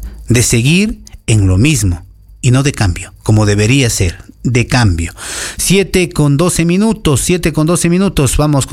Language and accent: Spanish; Ecuador